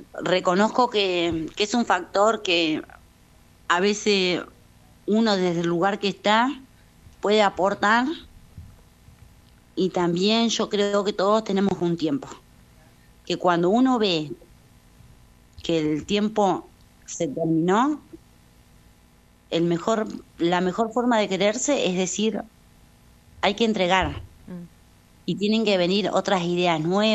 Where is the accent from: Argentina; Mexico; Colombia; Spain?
Argentina; José de San Martín, Chubut; moved away as an adult; now in Puerto Pirámides, Argentina; yo soy de José de San Martín. Vine a Pirámides por cuestiones de la vida, armé mi familia, me tocó venir acá.